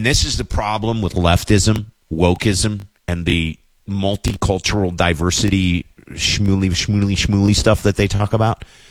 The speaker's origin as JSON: {"language": "English", "town": "Waddy", "region": "Kentucky", "country": "United States", "said": "I think my family's Scotch-Irish. We're all from Waddy, Kentucky, and my grandparents told me that we were Scotch-Irish."}